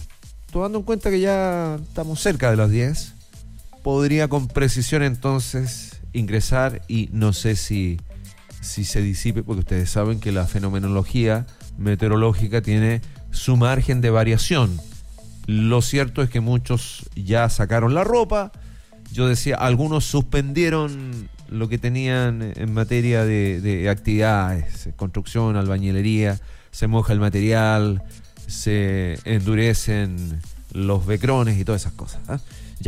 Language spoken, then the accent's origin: Spanish; Valparaíso, Chile; born there; moved away; el Valparaíso debe ser, porque yo nací ahí en el Paradero Nuevo un 16 de septiembre de 1975 en el Hospital Aníbal.